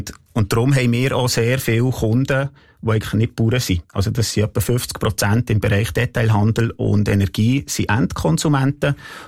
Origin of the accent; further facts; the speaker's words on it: Ticino, Switzerland; Ich bin im Tessin auf einem Landwirtschaftsbetrieb aufgewachsen.